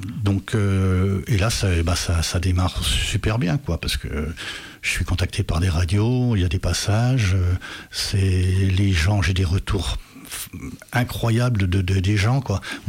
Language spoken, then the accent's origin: French; Grez, Bourgogne-Franche-Comté, France; now in Beaujolais, France; Et puis les vicissitudes de la vie ont fait que j'ai changé de région. J'étais originaire de Grez, en Haute-Saône, et j'ai débarqué ici dans le Beaujolais.